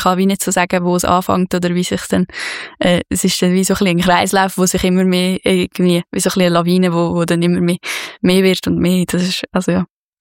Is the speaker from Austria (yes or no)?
no; Switzerland